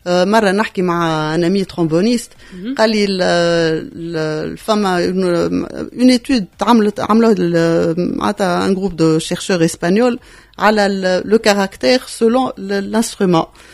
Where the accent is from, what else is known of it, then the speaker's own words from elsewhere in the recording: Tunisia; now in Puerto Rico; وما فماش تونسي في بورتوريكو. فما انا وفما تونسي اخر